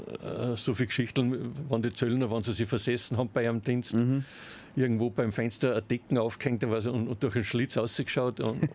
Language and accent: German; Salzburg, Austria; Ich bin direkt im Pluntatal aufgewachsen.